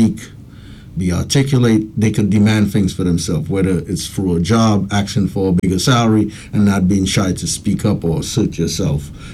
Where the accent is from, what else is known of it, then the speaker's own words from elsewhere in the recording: Dennery, St. Lucia; moved away as an adult; now in New York, United States; I was born in St. Lucia. Yeah. From Denry, I went to RC Boys, and I also went to St. Mary's College.